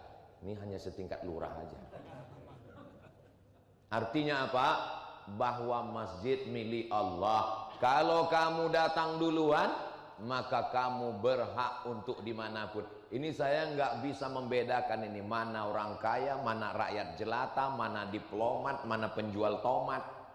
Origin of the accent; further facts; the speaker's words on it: West Sumatra, Indonesia; Tapi karena orang Minangkabau mau ngasih tahu, di kampung kami namanya surau.